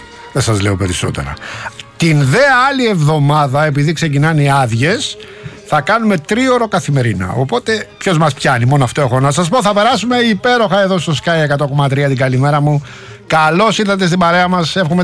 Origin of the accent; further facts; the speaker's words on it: Rafina, Attica, Greece; Τι γίνεται στην πατρίδα μου, στη Ράφινα, παιδιά?